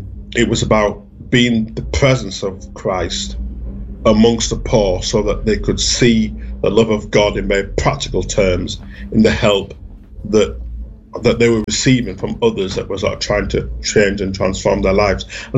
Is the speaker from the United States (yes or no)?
no; Bradford, Yorkshire and the Humber, United Kingdom; now in Birmingham, United Kingdom; So the church I grew up in Bradford, we were one of only two Black families in a very large, on the whole, fairly wealthy and white congregation.